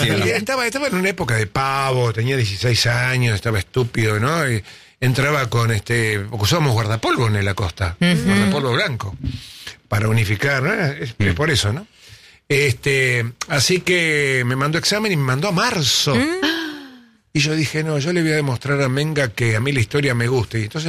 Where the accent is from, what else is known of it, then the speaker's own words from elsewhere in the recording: Buenos Aires, Argentina; born there; yo fui a 2 escuelas del Estado, una que estaba en Mataderos, en la calle Cosquín, entre Alberdi y Bragado.